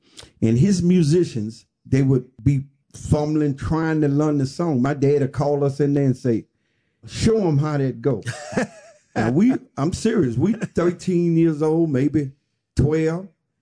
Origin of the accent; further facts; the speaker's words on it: Louisiana, United States; it's a little town on the outskirts of Port Allen. They call Urbanville.